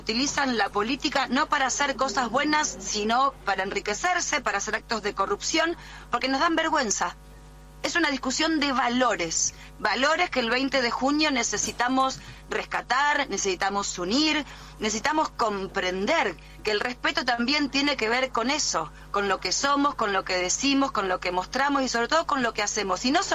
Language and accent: Spanish; Rosario, Santa Fe, Argentina; Entonces, como rosarina, como concejal del PRO, tuve la necesidad de poner en valor las palabras de Manuel Belgrano, desde un orgullo que me nace por ser nacida y criada en mi preciosa Rosario.